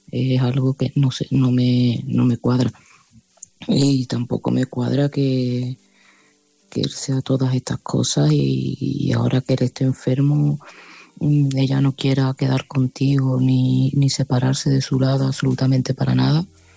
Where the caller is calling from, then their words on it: Seville, Andalusia, Spain; de Sevilla y este mensaje va para Sergio.